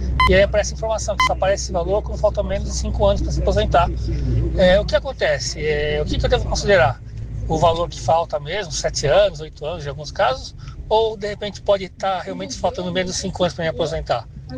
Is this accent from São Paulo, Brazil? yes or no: yes; São Bernardo do Campo, São Paulo, Brazil; sou de São Bernardo.